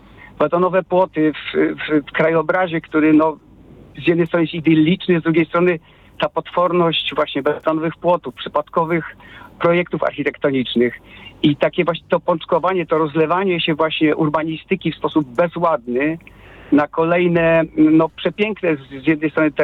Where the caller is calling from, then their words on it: Polish Jura, Poland; Ja jeszcze mieszkam w jednym, zdawałoby się, z najpiękniejszych zakątków Polski, bo na Jurze. I rzeczywiście ten krajobraz, na przykład, kiedy ja się wprowadzałem do mojej wioski, bo jestem mieszkańcem miasta, ale który się przeprowadził na wioskę, był przecudowny.